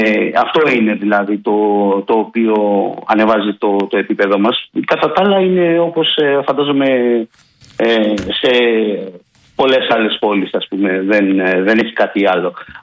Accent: Athens, Attica, Greece; moved away as an adult

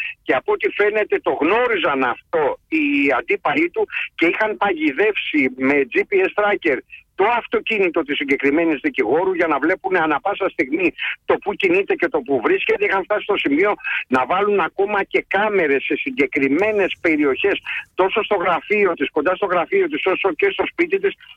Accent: Patras, Western Greece, Greece; με καταγωγή μάλιστα από την πατρίδα μου, από την Πάτρα.

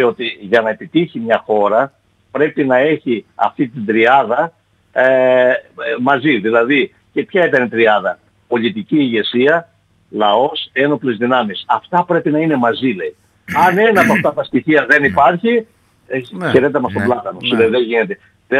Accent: Epirus, Greece; Στην πατρίδα μου την Ήπειρο.

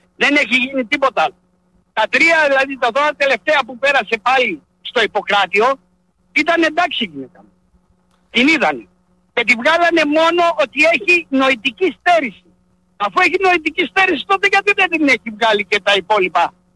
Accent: Keratsini, Attica, Greece; now in Thessaloniki, Greece; Εντάξει, εγώ είμαι από το Κερατσίνι. Είχα τσικαδώσει, είχα μια εταιρεία security, την έκλεισα, τελείωσε, έτσι. Και ανέβηκα πάνω στη Θεσσαλονίκη.

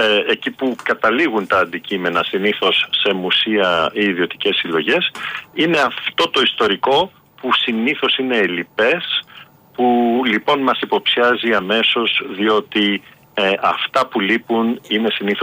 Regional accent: Greece; για μένα ως Έλληνας

